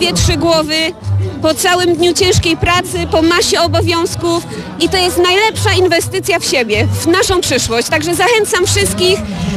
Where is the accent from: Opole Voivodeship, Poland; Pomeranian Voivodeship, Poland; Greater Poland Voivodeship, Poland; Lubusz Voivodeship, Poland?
Opole Voivodeship, Poland; Nakło; przyjechałam z Nakła, to taka miejscowość pod Opolem